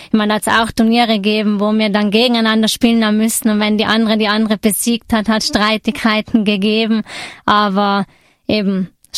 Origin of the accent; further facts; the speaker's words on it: Zams, Tyrol, Austria; also born or lived in Innsbruck; Ja, aufgewachsen sind wir dann in dem Ort, in dem wir ursprünglich dann eigentlich geboren werden wollten, also in Zams